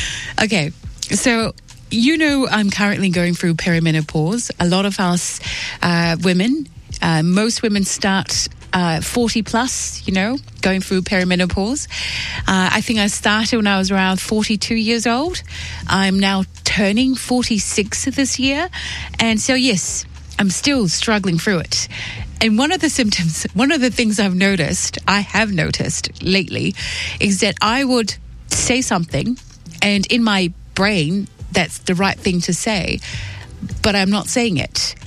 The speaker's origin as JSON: {"language": "English", "country": "Tonga", "second_language": "English", "said": "And the other thing is, you know, English is not my first language at the same time. But I try to do my best every time I'm on here."}